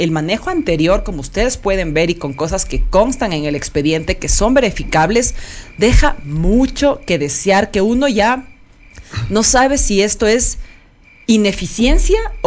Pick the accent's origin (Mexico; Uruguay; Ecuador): Ecuador; nosotros como ecuatorianos